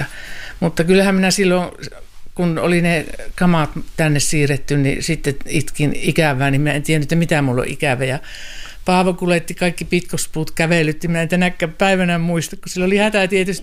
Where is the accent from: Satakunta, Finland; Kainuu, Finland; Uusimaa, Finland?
Kainuu, Finland; Sotkamo; born or raised there; also born or lived in Kajaani